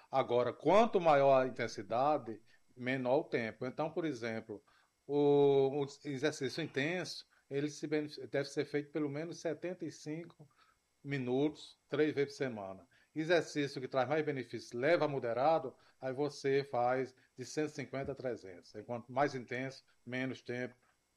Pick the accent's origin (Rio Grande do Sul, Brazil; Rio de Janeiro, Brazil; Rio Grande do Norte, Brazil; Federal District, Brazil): Rio Grande do Norte, Brazil; born there; moved away; eu era criança e ele era médico lá em Alexandria.